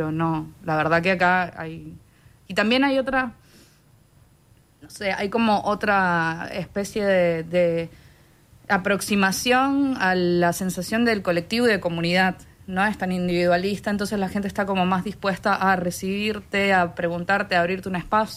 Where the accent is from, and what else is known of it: Caracas, Capital District, Venezuela; moved away as an adult; now in Uruguay